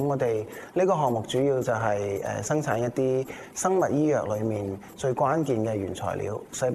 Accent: Hong Kong; moved away as an adult; now in Zhongshan, China; 我来自香港。

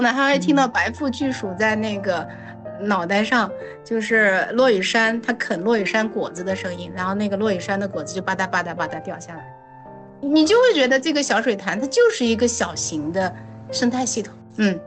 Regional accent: Yancheng, Henan, China; moved away as an adult; now in Guangzhou, China; 我是在南方学会了观鸟，然后回到我的家乡。我的家乡是河南郾城县，就是岳飞跟金兵大战，接受皇上的12道金牌的那个地方

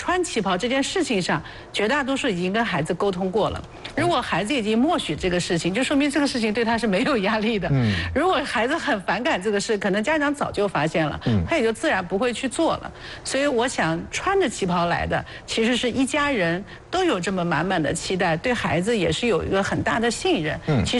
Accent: China

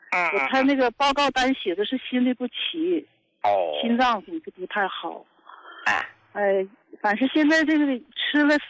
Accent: Qiqihar, Heilongjiang, China; 我过去吧，那什么，我是黑龙江的，那啥，齐齐哈尔的，71岁了。

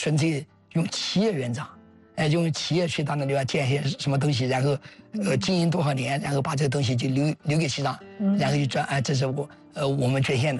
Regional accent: Anhui, China; 我们安徽人是真的实在

